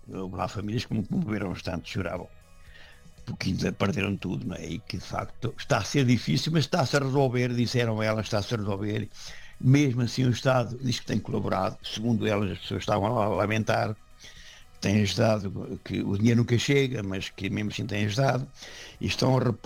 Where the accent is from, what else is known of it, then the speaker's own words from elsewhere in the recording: Portugal; sou português